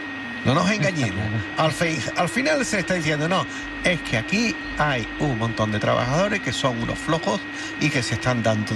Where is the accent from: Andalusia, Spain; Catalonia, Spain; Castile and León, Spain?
Andalusia, Spain; Por la parte que a mí me toca como andaluz